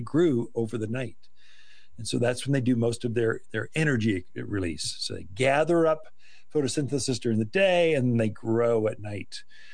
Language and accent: English; Midwest, United States; So I came from the Midwest where it was humid.